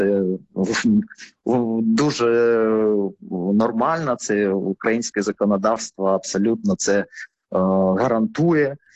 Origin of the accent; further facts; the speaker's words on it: Crimea, Ukraine; як всі кримчани, я, зокрема, був на цій акції 26 лютого 2014 року